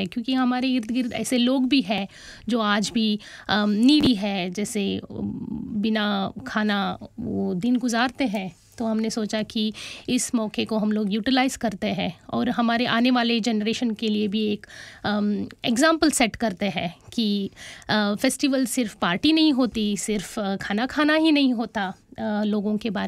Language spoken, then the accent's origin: Hindi; Karnataka, India; Hindi is a second language; now in Melbourne, Australia; मैं RMIT में lecturer हूँ और यहाँ थानीट में पिछले 9 साल से रह रही हूँ और मूलतः कर्नाटक भारत से बिलोंग करती हूँ।